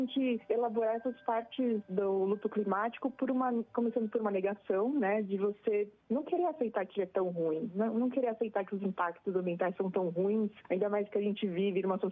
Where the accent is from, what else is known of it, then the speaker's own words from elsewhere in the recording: São Paulo, Brazil; eu sou de São Paulo, da capital, e aqui era a cidade da Garoa.